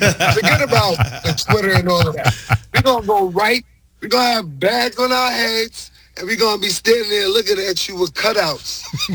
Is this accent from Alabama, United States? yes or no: no; New York, United States; I'm from New York, whole life.